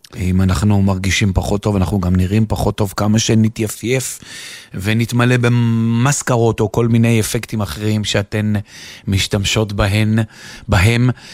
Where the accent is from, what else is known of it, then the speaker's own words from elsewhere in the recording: Southern District, Israel; אני דרומי בנשמה.